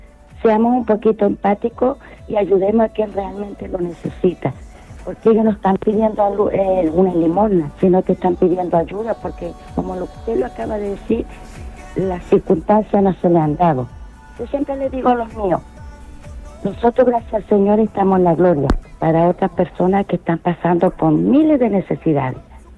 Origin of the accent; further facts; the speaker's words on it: Punta Arenas, Magallanes and Chilean Antarctica, Chile; Imagínate, yo vengo de Punta Arenas, ¿con qué mentalidad vengo? Cuando la gente del sur es muy bondadosa.